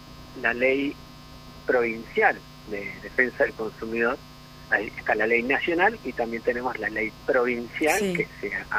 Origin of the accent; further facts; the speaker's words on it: San Carlos de Bariloche, Río Negro, Argentina; yo escuchaba de chico ya, allá en Bariloche